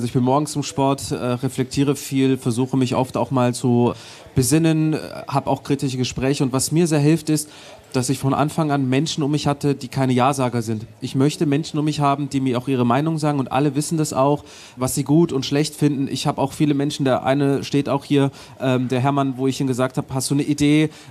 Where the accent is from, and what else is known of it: Aachen, North Rhine-Westphalia, Germany; born or raised there; moved away